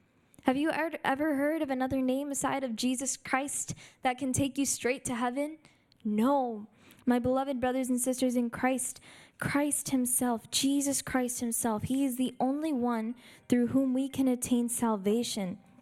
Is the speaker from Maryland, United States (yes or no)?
no; Florida, United States